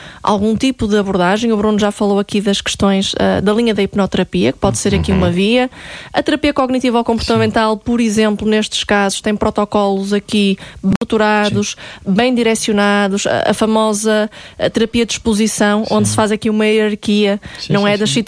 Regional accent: Norte, Portugal; nós somos aqui do Norte

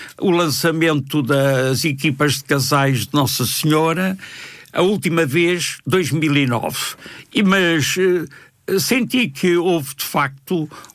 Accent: Luanda, Angola; Sei que nasci perto da Mutamba, num prédio que é hoje museu, ali perto da Mutamba, na rua que se chamava nessa altura Ferreira Borges, que ia dar à piscina do Romão.

